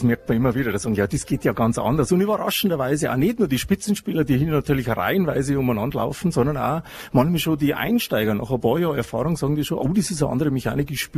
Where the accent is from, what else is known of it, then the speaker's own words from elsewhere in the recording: Bavaria, Germany; Ich komme ja aus Niederbayern